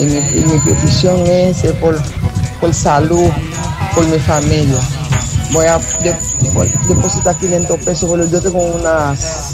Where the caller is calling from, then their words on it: Dominican Republic; de Villa Caoba.